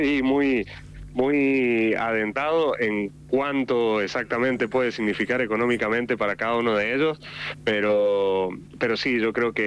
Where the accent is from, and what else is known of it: Argentina